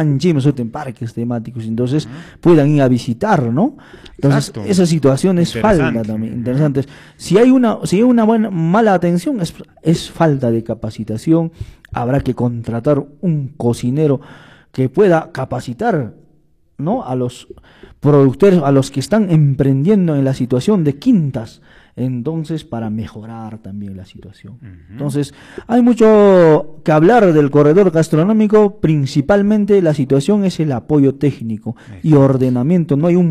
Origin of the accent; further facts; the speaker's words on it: Cusco, Peru; Yo soy de Cututupampa, hermano, Pampa.